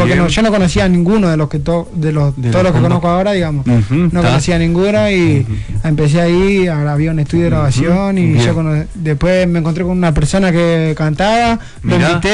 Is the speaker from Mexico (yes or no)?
no; José León Suárez, Buenos Aires Province, Argentina; soy de Zona Norte, Partido de San Martín, José Luis Suárez, Carcoa, Fondo del Mar.